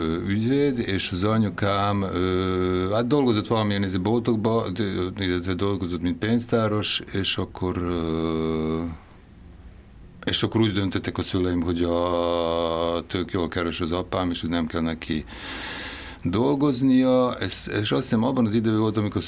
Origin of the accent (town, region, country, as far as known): Novi Kneževac, Vojvodina, Serbia; born there